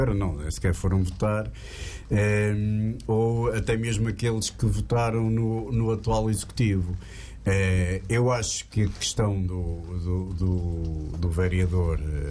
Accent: Aveiro, Centro, Portugal; Eu que sou aveirense

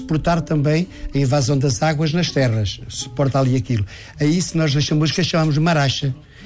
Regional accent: Chamusca, Santarém, Portugal; born there; que toda a população da minha terra continua a acompanhar

